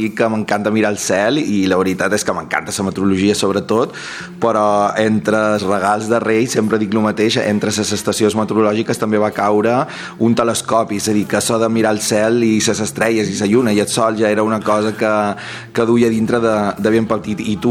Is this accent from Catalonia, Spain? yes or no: no; Es Castell, Balearic Islands, Spain; encantat aquí d'estar a Ràdios Castell, que és el meu poble, que m'estimo un munt